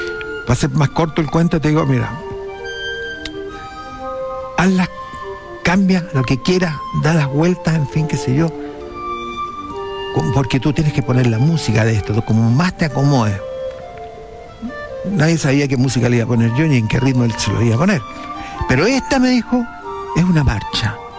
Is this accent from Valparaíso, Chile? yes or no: no; Iquique, Tarapacá, Chile; Yo había leído Inostroza cuando era chico en Iquique, de haber tenido 9 años, 10 años, leí El combate naval de Iquique, se me caían las lágrimas.